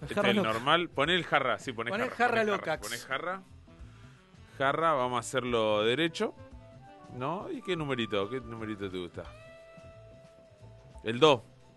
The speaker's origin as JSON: {"language": "Spanish", "country": "Argentina", "said": "Soy argentino hasta los huevos."}